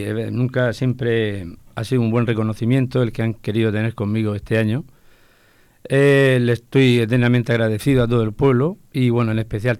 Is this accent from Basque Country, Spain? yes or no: no; Molina de Segura, Region of Murcia, Spain; mi vínculo con Torre Alta es que he nacido, me he criado y vivo en Torre Alta toda mi vida. He tenido una infancia impresionante al ser de un pueblo, pues ya nacido en los años 70